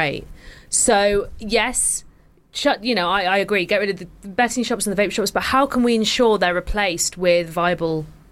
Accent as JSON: {"language": "English", "region": "Yorkshire and the Humber", "country": "United Kingdom", "tie": "born or raised there", "said": "I grew up in West Yorkshire"}